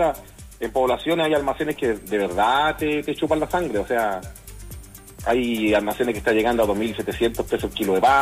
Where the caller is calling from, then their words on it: Paipote, Atacama, Chile; yo soy de acá de Paipote.